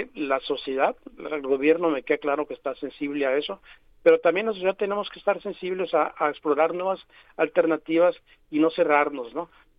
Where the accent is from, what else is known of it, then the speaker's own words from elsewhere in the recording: Guaymas, Sonora, Mexico; now in Hermosillo, Mexico; yo soy de Guaymas, vivo un poco en Guaymas, pero yo recuerdo de niño, el agua de la llave era agua desalinizada